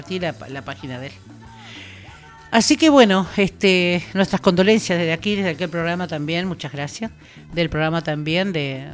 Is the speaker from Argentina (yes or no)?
yes; Argentina; Nosotros como argentinos